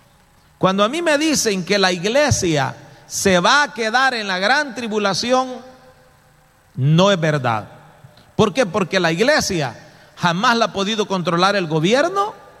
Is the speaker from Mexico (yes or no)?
no; El Salvador